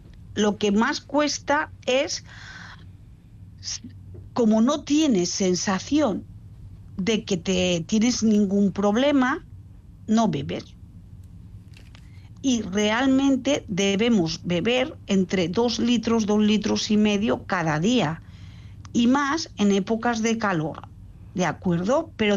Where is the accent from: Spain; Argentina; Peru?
Spain; Balearic Islands; yo vivo, que soy mallorquina, que aquí con la humedad